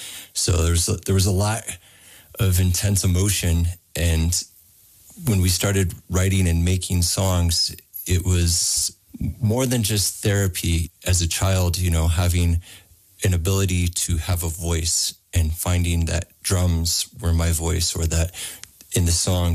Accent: Black Mesa, Arizona, United States; Growing up in Black Mesa on the Navajo Reservation, we come from the Diné Nation, but our region was in a political land dispute.

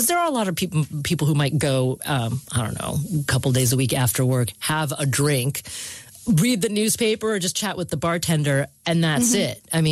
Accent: Oregon, United States; I wasn't a partier in high school, but I did witness one or two cow tippings growing up in Oregon.

